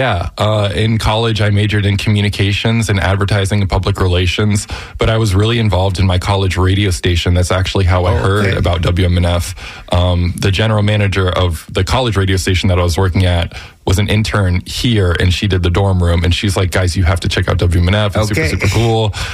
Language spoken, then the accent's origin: English; Florida, United States; I can just say growing up in Florida, it's never been as hot as it is right now, ever.